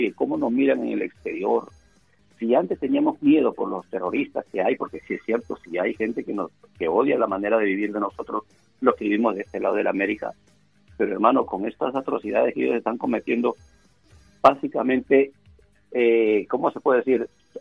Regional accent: Brighton, Massachusetts, United States; yo soy de Brighton, pero me iba, por ejemplo, a Somerville, me iba a Revere, me iba a Chelsea

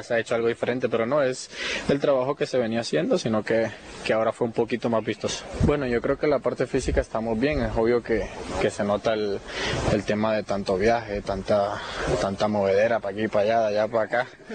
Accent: Colombia; moved away; sabemos cómo no somos nosotros los colombianos

